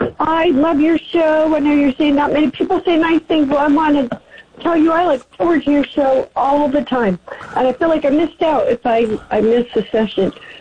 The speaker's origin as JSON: {"language": "English", "region": "New Jersey", "country": "United States", "moved": "as an adult", "said": "I was a young girl then in college, and I came from New Jersey"}